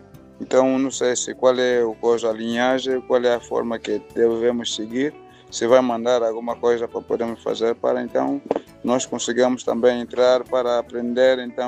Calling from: Namibe, Angola; sou angolano e vivo na província de Namibe.

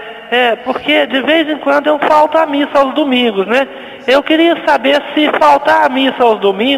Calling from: Divinópolis, Minas Gerais, Brazil; É de Divinópolis, Minas Gerais.

